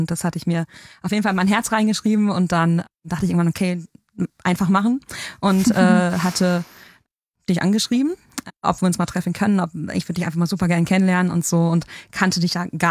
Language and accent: German; North Rhine-Westphalia, Germany; born or raised there; also born or lived in Hesse